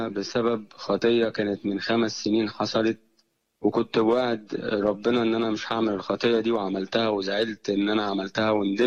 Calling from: Alexandria, Alexandria Governorate, Egypt; من اسكندرية.

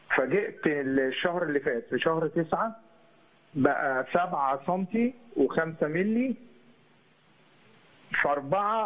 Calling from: Giza Governorate, Egypt; انا من الجيزه

